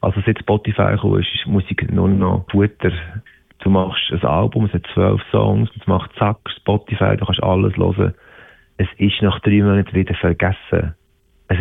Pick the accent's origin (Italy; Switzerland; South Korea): Switzerland; dass man als Schweizer Künstler nicht mehr durchkommt